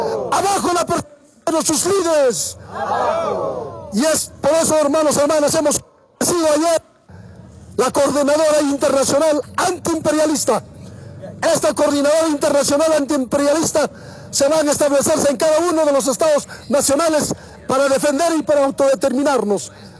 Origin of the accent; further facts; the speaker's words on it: Argentina; para mí como argentino